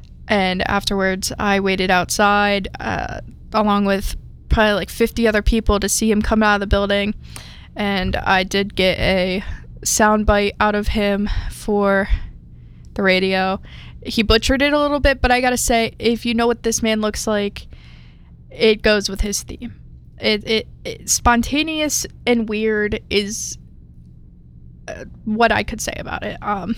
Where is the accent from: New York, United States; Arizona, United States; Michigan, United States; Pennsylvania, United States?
Pennsylvania, United States; Philadelphia; even though I am from the Philadelphia area.